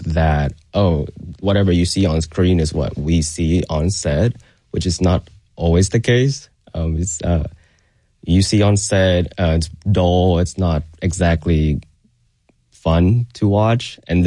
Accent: Vietnam; now in Nashville, United States; I was born in Vietnam

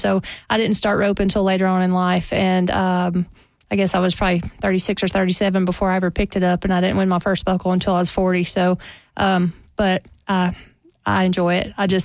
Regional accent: Tennessee, United States; they're from Oklahoma, we're from Tennessee

